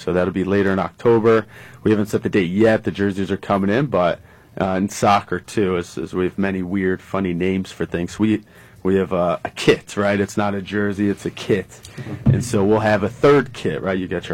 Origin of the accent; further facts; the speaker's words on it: Westbrook, Connecticut, United States; moved away as an adult; now in Wethersfield, United States; I'm from Westbrook, Connecticut, on the shoreline.